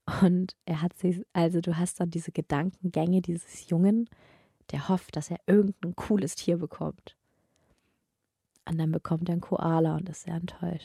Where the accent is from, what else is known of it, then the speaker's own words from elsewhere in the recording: Oldenburg, Lower Saxony, Germany; ich komme ja aus Oldenburg